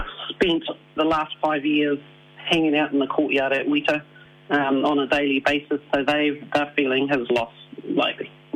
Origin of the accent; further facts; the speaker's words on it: Manaia, Waikato, New Zealand; moved away as an adult; also born or lived in Western Australia; I'm actually from Manaia, which is just south of Coromandel, so it was time to come home.